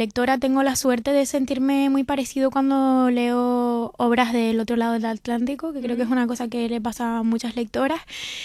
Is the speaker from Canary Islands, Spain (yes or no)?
yes; Canary Islands, Spain; es que yo soy canaria, también de una zona rural, y hay muchas palabras que tú utilizaste que yo no conocía.